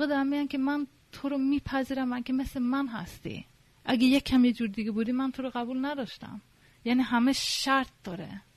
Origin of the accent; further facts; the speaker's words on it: Stockholm, Stockholm County, Sweden; من آخه توی استکهلم بزرگ شدم، توی یه امرودهی که خیلی سوئدی زیاد بود توش، میاد کلاس بود.